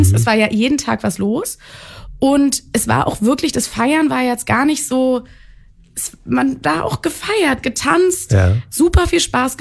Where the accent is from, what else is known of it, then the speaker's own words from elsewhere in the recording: Berlin, Germany; ich bin in Berlin groß geworden